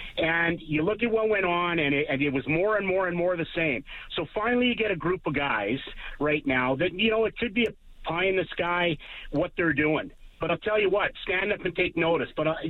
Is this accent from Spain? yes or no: no; Canada; I'm a Canadian. I love Canada.